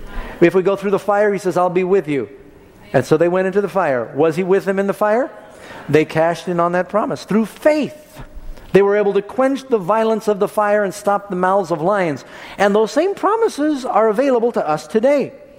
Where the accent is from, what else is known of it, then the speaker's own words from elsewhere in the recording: New York City, New York, United States; I remember I grew up in New York City, and first time I read chaff in the Bible, I had no idea what that was.